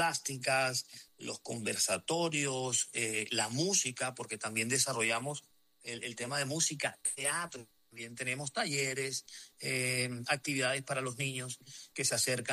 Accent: Barranquilla, Atlántico, Colombia; Bueno, Carlos, yo como barranquillero, yo me siento muy orgulloso de que el presidente electo ha visto de poder gobernar de las regiones.

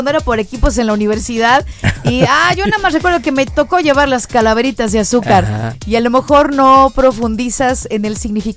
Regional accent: Mexico; now in Jalisco, Mexico; el Día del Muertos a mí me llena mucho de orgullo como mexicana.

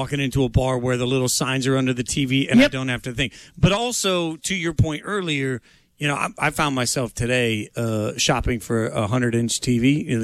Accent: Las Vegas, Nevada, United States; also born or lived in East Coast; I'm originally from Vegas. And Vegas grew up not caring about college football. And then I moved to the East Coast. I actually went to high school outside of Baltimore, but lived all over the East Coast.

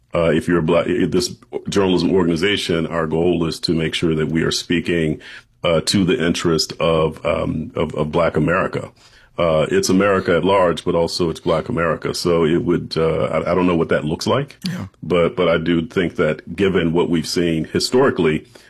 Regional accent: South Carolina, United States; I'm from South Carolina. So early voting South Carolina, I was deeply steeped in politics.

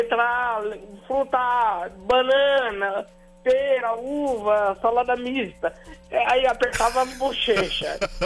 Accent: Jaçanã, São Paulo, Brazil; É, sou do Jaçanã, eu moro em Jaçanã.

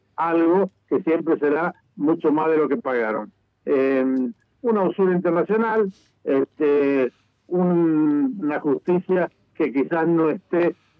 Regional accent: Argentina

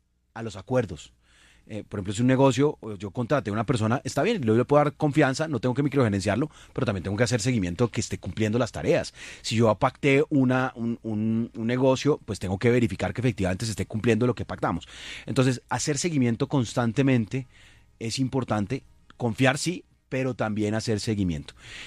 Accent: Colombia; En Colombia tenemos una enorme asimetría entre lo que yo creo de mí mismo y lo que creo de los otros, lo que creo de nuestra identidad común como colombianos.

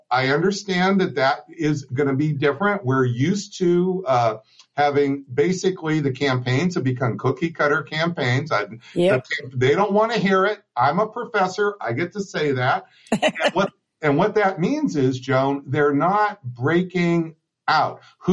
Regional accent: Erie, Pennsylvania, United States; I'm from Erie, Pennsylvania, Democratic town, blue-collar town, union town.

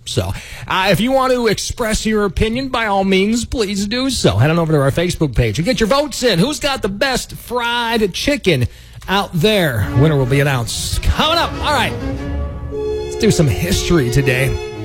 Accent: Wisconsin, United States

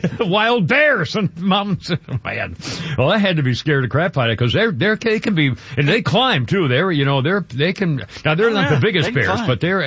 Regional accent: New England, United States; Well, growing up in New England, where you go out in the, you know, the woods area and the tourist areas

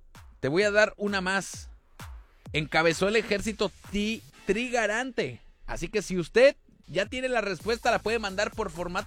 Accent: Mexico; Mexicanos somos, no nomás por haber nacido en esta nación

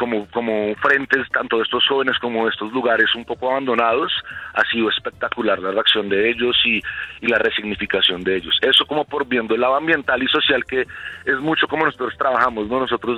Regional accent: Bogotá, Colombia; para que en verdad podamos en verdad identificarnos como bogotanos, colombianos

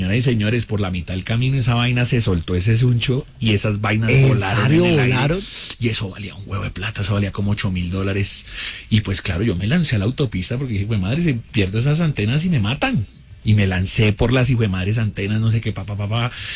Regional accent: Colombia; Y como buen colombiano

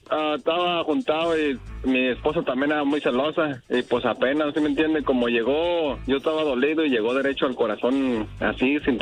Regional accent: Torreón, Coahuila, Mexico; miré que era de Torreón y pues yo también soy de Torreón allá mismo

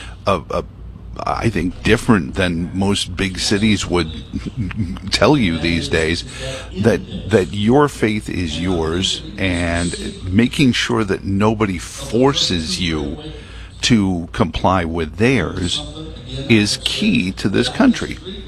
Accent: New York City, New York, United States; I grew up in New York City.

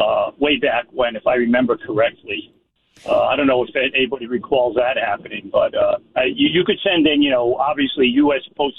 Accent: Providence, Rhode Island, United States; now in East Providence, United States; I grew up in the Providence neighborhood, Mann Avenue.

